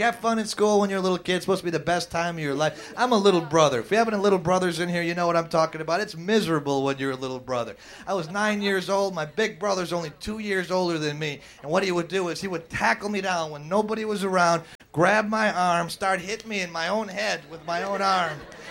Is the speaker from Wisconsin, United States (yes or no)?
yes; Wisconsin, United States; where I grew up in Wisconsin, we had the worst school lunches in America.